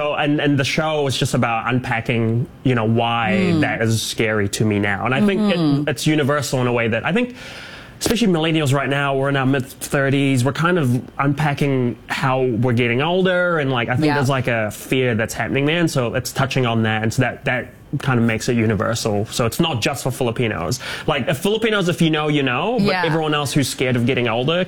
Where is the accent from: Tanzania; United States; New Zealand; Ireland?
New Zealand; moved away as an adult; now in Toronto, Canada; I think we have similar sensibilities growing up in New Zealand and Canada.